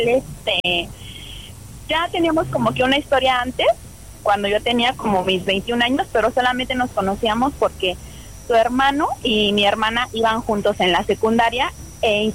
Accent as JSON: {"language": "Spanish", "region": "State of Mexico", "country": "Mexico", "said": "Tengo 33 años y soy del Estado de México."}